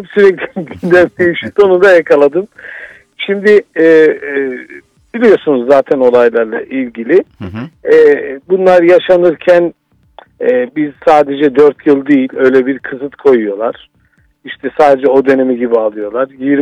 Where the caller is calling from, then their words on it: Istanbul, Turkey; İstanbul'dan arıyorum.